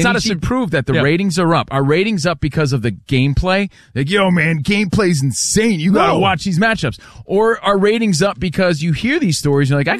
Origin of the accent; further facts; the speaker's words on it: Union, New Jersey, United States; Yeah, we're the Union farmers, bro. I grew up in Union.